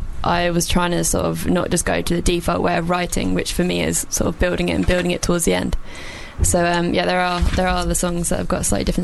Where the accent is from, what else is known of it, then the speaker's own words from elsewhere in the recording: South East England, United Kingdom; Near Hastings, in the south of England.